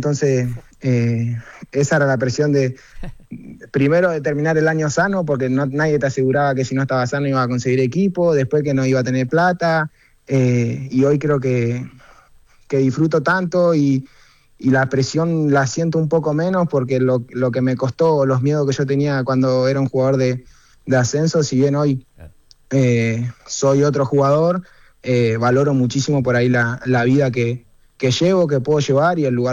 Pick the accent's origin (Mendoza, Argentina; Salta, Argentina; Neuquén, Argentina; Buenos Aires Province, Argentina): Buenos Aires Province, Argentina; Carmen de Patagones; moved away; also born or lived in Chicago; Yo soy de Carmen de Patagones, pero estás, y ahora estoy en Buenos Aires.